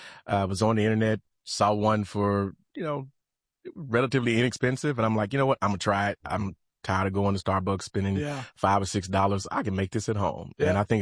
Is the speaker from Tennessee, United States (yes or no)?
yes; Memphis, Tennessee, United States; now in Chattanooga, United States; Born and raised Memphis, Tennessee.